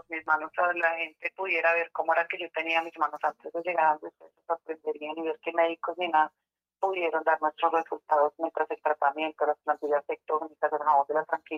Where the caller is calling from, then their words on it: Guachetá, Cundinamarca, Colombia; De Guachetá, Cundinamarca.